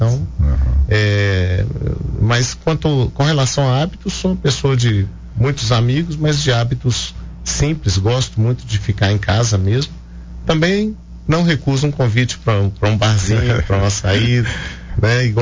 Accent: Ipatinga, Minas Gerais, Brazil; also born or lived in Coronel Fabriciano; Da terrinha mesmo, criado em Patinga, né? Sou caçula, irmão caçula de 7 filhos.

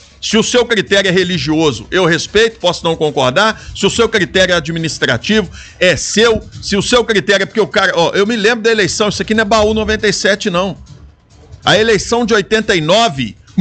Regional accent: Coronel Fabriciano, Minas Gerais, Brazil; do lado do antigo hospital Nossa Senhora do Carmo, onde eu nasci

